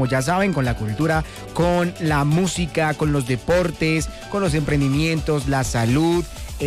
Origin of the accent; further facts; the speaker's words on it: Colombia; Aquí estamos como buena familia colombiana, un domingo reunidos